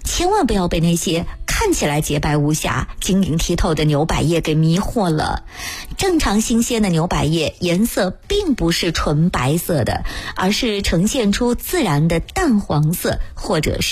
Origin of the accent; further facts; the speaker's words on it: Hefei, Anhui, China; 咱们合肥人